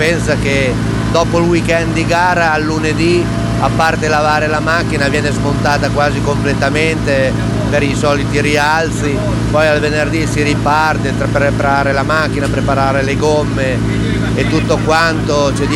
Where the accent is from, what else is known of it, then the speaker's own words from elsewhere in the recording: Voghera, Lombardy, Italy; io sono di Voghera, della provincia di Pavia